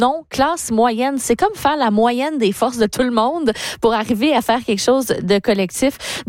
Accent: Acadia, Canada; accent: Acadian; on est tous acadiens, on va retourner un peu à notre accent qu'on a un peu masqué en ayant une carrière au Québec.

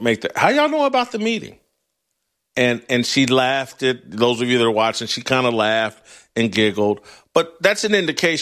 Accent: Indianapolis, Indiana, United States; moved away; my hometown of Indianapolis

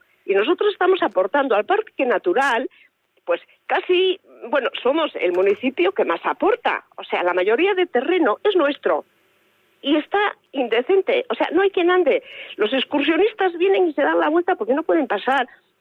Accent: Zamora, Castile and León, Spain; Si nosotros somos de Zamora, pues porque nos tienen, porque tampoco es cuestión de que nos releguen a que nos tengamos que ir

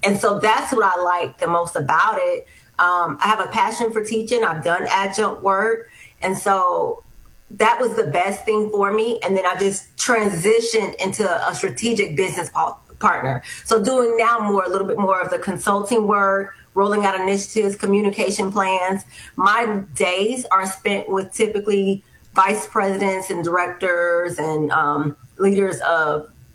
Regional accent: Miami, Florida, United States; Well, I'm originally from Miami, Florida. So I like to call Miami home. My father was in the military, and I was a military brat, so we did travel aro

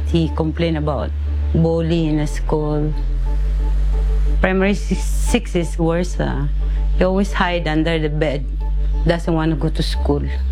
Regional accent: Philippines; moved away as an adult; now in Singapore; I'm from Philippines, 1993. I come into Singapore, work as a domestic helper.

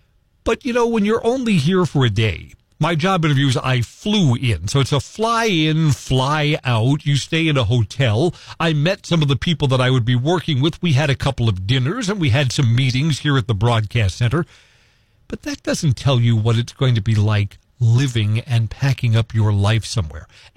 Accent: Fairfield, Connecticut, United States; born or raised there; also born or lived in Brooklyn

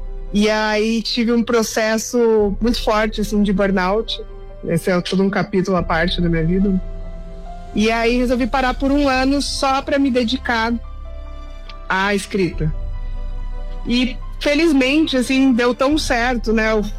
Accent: Balneário Camboriú, Santa Catarina, Brazil; born there; moved away as an adult; also born or lived in Passo Fundo, Rio Grande do Sul; now in Curitiba, Brazil; eu nasci no Rio Grande do Sul, né? Morei até mais ou menos metade da minha vida em Passo Fundo, Rio Grande do Sul, e me criei basicamente em Balneário Camboriú, Santa Catarina, para depois, na vida adulta, morar em Curitiba

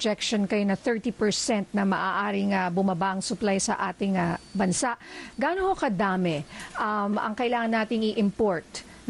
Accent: Ilocos Region, Philippines; sa amin sa Ilocos region.

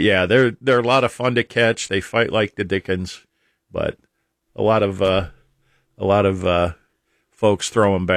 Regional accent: Akron, Ohio, United States; born there; I was born in Akron, just like the first rubber worm.

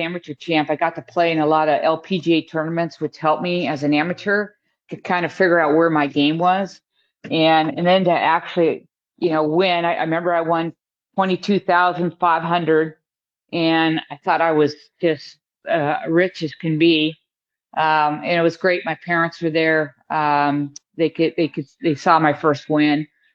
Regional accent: United States; as an American

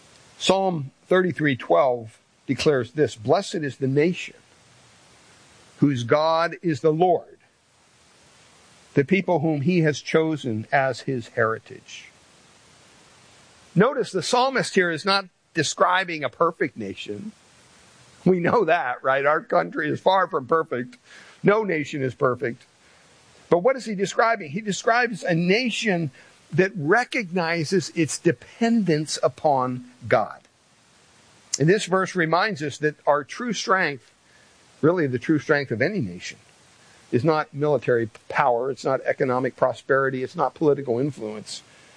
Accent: Pennsylvania, United States; born there; my home state, Pennsylvania

